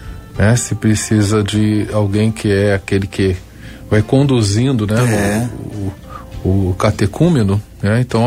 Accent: Rio de Janeiro, Brazil; born there; also born or lived in Salvador, Bahia; a minha mãe com os meus irmãos, e logicamente eu no colo, chegamos aqui no Rio de Janeiro no ano de 1967.

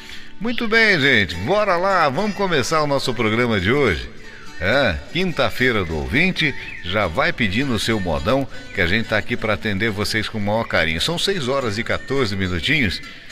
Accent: Jacarezinho, Paraná, Brazil; moved away; vai passar pela minha cidade natal, Jacarezinho.

